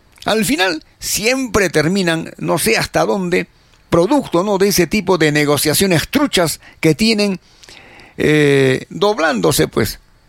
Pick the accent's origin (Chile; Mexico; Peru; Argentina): Peru; derechos que nos asisten como peruanos, como seres humanos